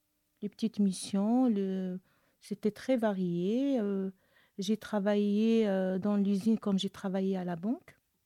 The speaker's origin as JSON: {"language": "French", "town": "Rabat", "region": "Rabat-Salé-Kénitra", "country": "Morocco", "tie": "born or raised there", "moved": "yes", "lives_now": "Caen, France", "said": "54 ans. Je vis à Caen depuis à peu près 30 ans. Je suis native à Rabat au Maroc. Je suis arrivée à Caen dans le cadre d'un regroupement familial. Je suis restée à peu près toujours dans le même quartier. Il y a eu deux déménagements"}